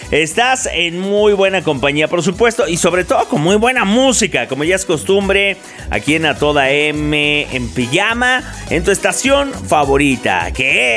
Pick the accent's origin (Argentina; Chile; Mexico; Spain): Mexico; orgullo de ser mexicanos.